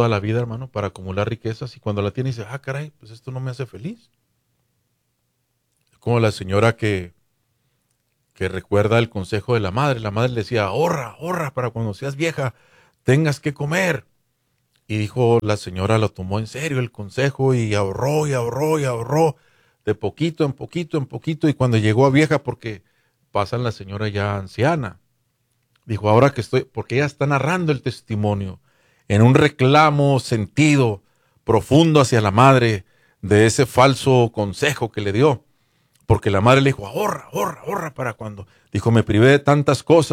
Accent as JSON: {"language": "Spanish", "region": "Chihuahua", "country": "Mexico", "said": "O sea, en Chihuahua, yo soy chihuahuense"}